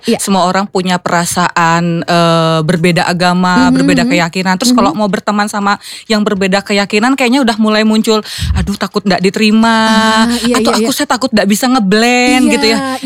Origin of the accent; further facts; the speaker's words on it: Purwokerto, Central Java, Indonesia; also born or lived in Sumatra / Bandung; Saya asli dari Sumatera, yang tinggalnya di Bandung, sekarang besarnya di Purwokerto.